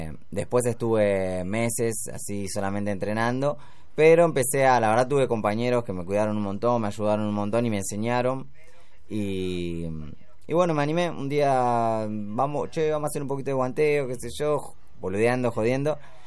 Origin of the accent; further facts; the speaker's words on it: Buenos Aires, Argentina; Yo nací en Barracas, en la Villa 21-24. Sí, bueno, nací ahí, me crié ahí y sigo estando ahí.